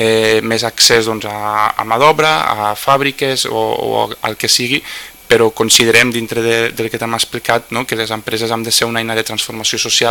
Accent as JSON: {"language": "Catalan", "town": "Lleida", "region": "Catalonia", "country": "Spain", "said": "ser de Lleida és un orgull, ser de Lleida ho portem i ho abanderem"}